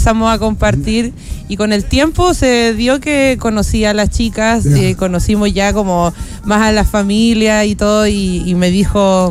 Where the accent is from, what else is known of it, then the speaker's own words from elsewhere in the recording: Viña del Mar, Valparaíso, Chile; born there; yo soy de acá, nací en Viña del Mar.